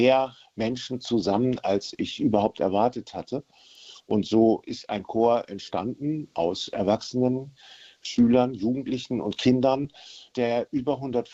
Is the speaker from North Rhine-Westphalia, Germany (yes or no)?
no; Cuxhaven, Lower Saxony, Germany; also born or lived in Hamburg; weil ich bin hier aufgewachsen, als Hamburger, aber in Cuxhaven aufgewachsen